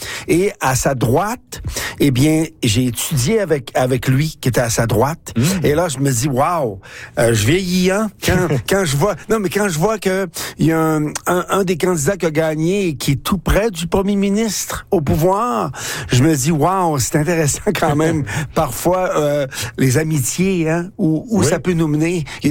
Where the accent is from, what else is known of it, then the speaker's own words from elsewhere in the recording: Saskatchewan, Canada; chez nous en Saskatchewan